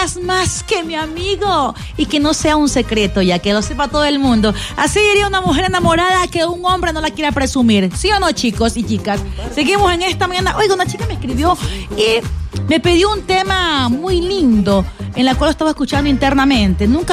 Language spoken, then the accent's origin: Spanish; Manabí, Ecuador; now in Loja, Ecuador; gente de mi tierra, Manabí